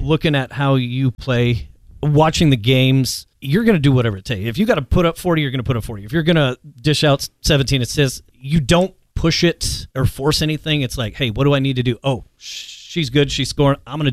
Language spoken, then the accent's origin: English; Montana, United States; You played EGLAC in my hometown.